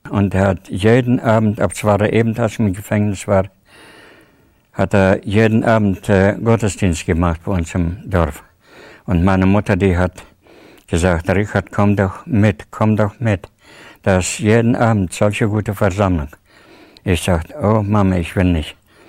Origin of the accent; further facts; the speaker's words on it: Tajikistan; Ich komme aus Tadschikistan und bin dort auch geboren, 1937. Und meine Eltern wurden dort hingesiedelt, also zwangsmäßig, an die 35.